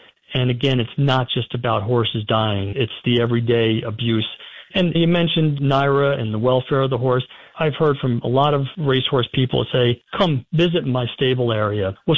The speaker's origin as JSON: {"language": "English", "region": "New York", "country": "United States", "tie": "born or raised there", "said": "Growing up in this area, I was born and raised in the Capital Region, so I know full well how big a part of the culture, the community Saratoga Racecourse is."}